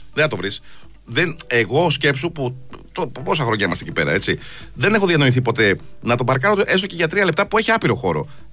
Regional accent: Athens, Attica, Greece; είμαι Αθηναίος και κατεβαίνω για διακοπές.

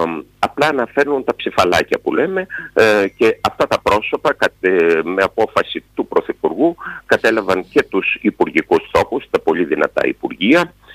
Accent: Lamia, Central Greece, Greece; από την πατρίδα μου, από τη Λαμία

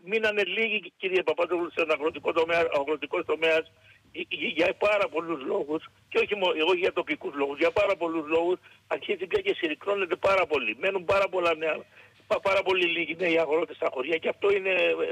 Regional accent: Apolakkia, South Aegean, Greece; η Απολακιά, το χωριό μου που έχω την τιμή να είμαι και πρόεδρος

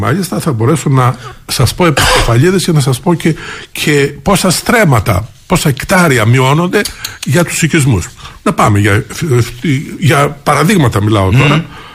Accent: Greece; νομίζω ότι επίοικως θα πρέπει να ντρεπόμαστε σαν Έλληνες.

